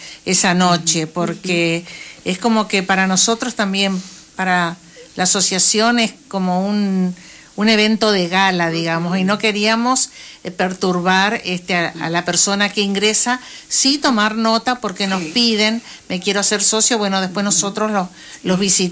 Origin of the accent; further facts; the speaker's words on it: Victoria, Entre Ríos, Argentina; moved away as an adult; yo estuve 30 años viviendo afuera, en pueblos donde no había bandas. Y bueno, cuando volví a mi pueblo acá